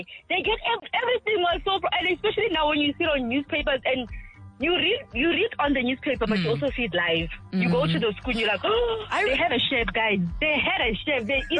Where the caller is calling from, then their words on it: Gauteng, South Africa; I'm from the Val.